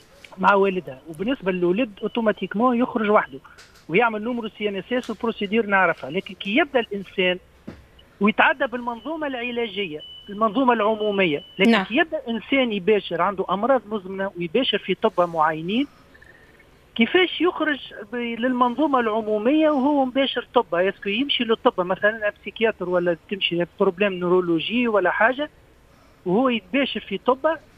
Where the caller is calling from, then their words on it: Ariana, Ariana Governorate, Tunisia; من ريانا.